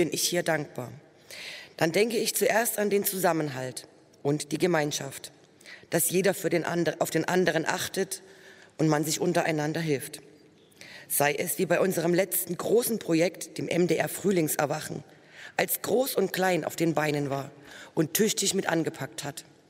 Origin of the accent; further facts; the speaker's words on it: Paaren, Germany; Ich bin in Paaren geboren, bin hier aufgewachsen und habe hier auch selbst eine Familie gegründet.